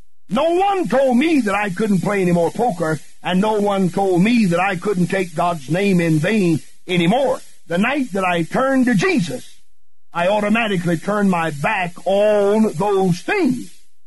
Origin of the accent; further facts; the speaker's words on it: Greenville, South Carolina, United States; If I'm facing Greenville, South Carolina, traveling a highway facing Greenville, my hometown, but I don't want to go to my hometown